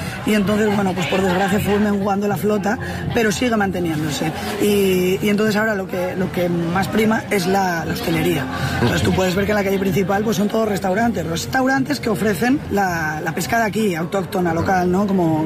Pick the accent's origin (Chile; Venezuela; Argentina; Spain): Spain; Tazones, Asturias; ¿de dónde eres? De Tazones